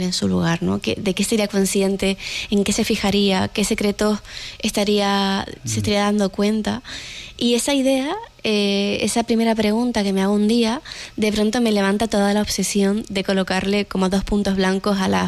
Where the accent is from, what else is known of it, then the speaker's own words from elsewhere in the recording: Lanzarote, Canary Islands, Spain; moved away as an adult; also born or lived in Madrid; mi vuelta a la isla de Lanzarote, ¿no? Yo estuve 9 años fuera, y regresar al lugar de donde naciste y creciste